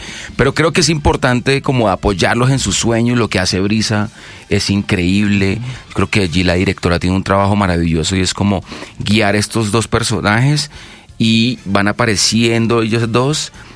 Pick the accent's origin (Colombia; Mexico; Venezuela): Colombia; Ibagué, Tolima; born there; moved away